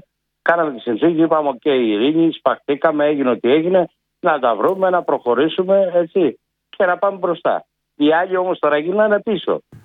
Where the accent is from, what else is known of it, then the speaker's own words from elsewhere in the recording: Western Greece, Greece; Εγώ δεν είμαι, είμαι Μακεδόνας, έτσι. Εγώ είμαι Ακαρνάνας.